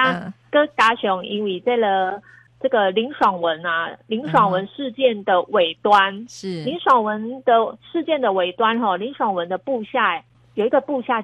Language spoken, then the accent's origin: Chinese; Kaohsiung, Taiwan; 但是都是高雄人嘛，但毕竟高雄很大啊